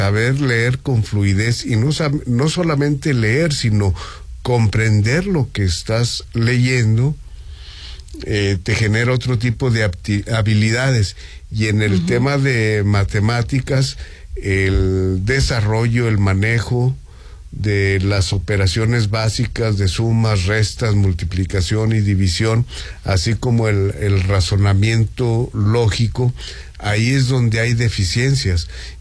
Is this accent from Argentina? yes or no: no; Mexico